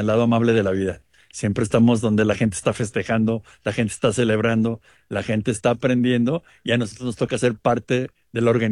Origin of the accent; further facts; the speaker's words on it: Guadalajara, Jalisco, Mexico; Entonces, yo vengo de Guadalajara, Giselle viene de México